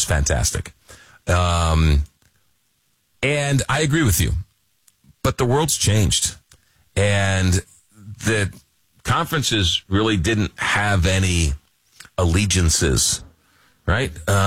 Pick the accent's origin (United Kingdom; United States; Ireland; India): United States; New York; But growing up in New York, I went to Yankee games.